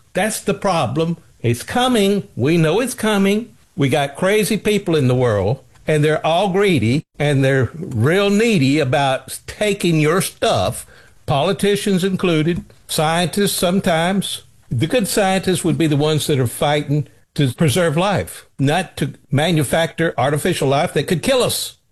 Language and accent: English; Sand Mountain, Alabama, United States; I grew up in Northeast Alabama. He'd bring them out of Chattanooga, Tennessee. I grew up on Sand Mountain.